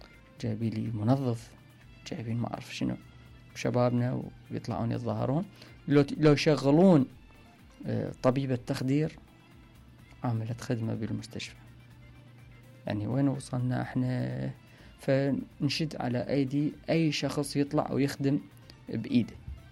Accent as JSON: {"language": "Arabic", "country": "Iraq", "said": "احنا كشعب عراقي"}